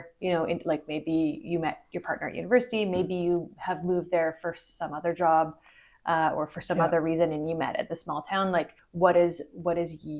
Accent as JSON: {"language": "English", "town": "Ottawa", "region": "Ontario", "country": "Canada", "tie": "born or raised there", "moved": "yes", "said": "My hometown is Ottawa, which is not Toronto, but it's still pretty big."}